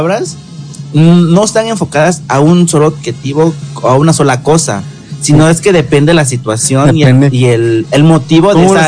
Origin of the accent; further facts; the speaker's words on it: Mexico; nosotros, como costeños, tenemos esa parte familiar